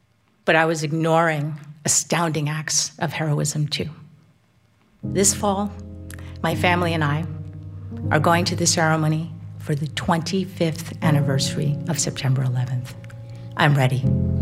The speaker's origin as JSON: {"language": "English", "region": "New Jersey", "country": "United States", "said": "I'm from New Jersey. I lost my parents when I was 8."}